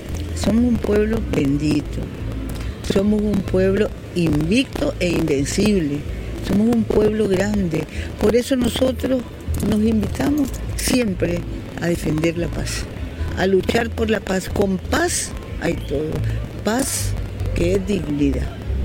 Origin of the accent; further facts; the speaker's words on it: Nicaragua; como nicaragüenses sabemos que tenemos la bendición de un gran espíritu dentro de cada uno de nosotros